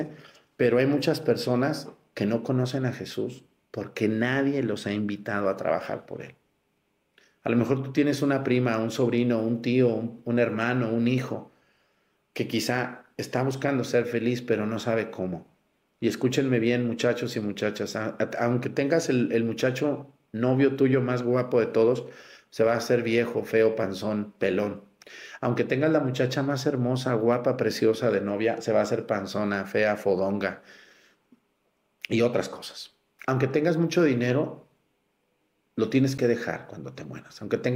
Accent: Jalisco, Mexico; now in Guerrero, Mexico; Yo soy de Jalisco, pero Dios me puso en Guerrero. Aquí trato de florecer, porque aquí Dios me puso.

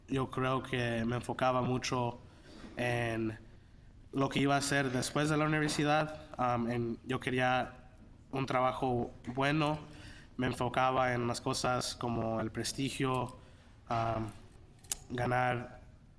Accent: California, United States; moved away as an adult; also born or lived in Phoenix, Arizona; Tengo 26 años y crecí en California del Sur.

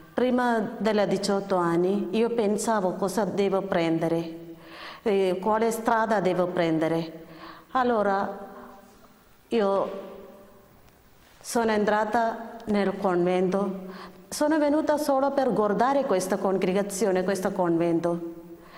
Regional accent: Kerala, India; born there; Italian is a second language; moved away as an adult; ho vissuto 7 anni di là, giù in India, perché della mia nazionalità India, sono nata in Kerala.

